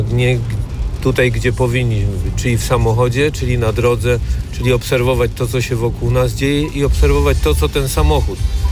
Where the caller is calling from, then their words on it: Lesser Poland, Poland; a ja dzwonię z Małopolski, jadę między Dąbrową Tarnowską a Tarnowem